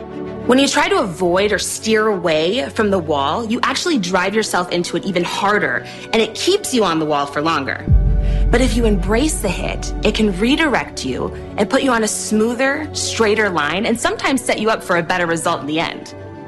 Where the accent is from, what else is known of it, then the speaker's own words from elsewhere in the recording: Texas, United States; I grew up in Texas, I'm half Nigerian, I hardly handle the cold at all.